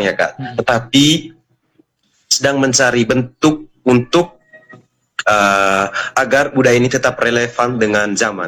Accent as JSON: {"language": "Indonesian", "town": "Ruteng", "region": "East Nusa Tenggara", "country": "Indonesia", "said": "Saya dari Manggarai, tepatnya di Ruteng."}